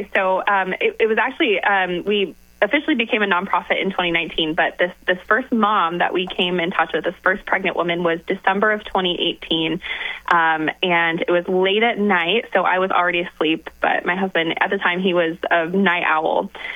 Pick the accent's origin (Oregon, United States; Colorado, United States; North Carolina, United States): Colorado, United States; So originally, I'm from Colorado, and my husband is from Indiana. So, yeah, Colorado girl fell in love with an Indiana guy